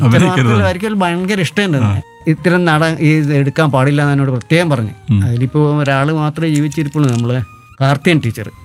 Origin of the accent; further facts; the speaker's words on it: Naravoor, Kerala, India; also born or lived in Kanhileri; അതുകൊണ്ട് കാഞ്ഞിലേരി ജനിച്ച് അതിനുശേഷം കൂത്തുപറമ്പ് തൃക്കണ്ണാപുരം നരവൂരിലേക്ക് ആണ് അച്ഛൻ്റെ തറവാട്. അവിടത്തേക്ക് മാറി.